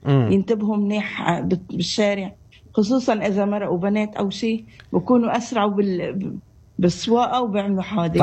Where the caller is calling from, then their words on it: Homs, Homs Governorate, Syria; برات المخيم من حمص